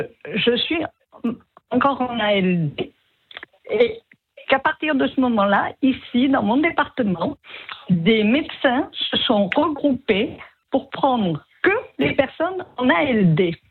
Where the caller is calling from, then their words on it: Occitanie, France; Dans l'Aude.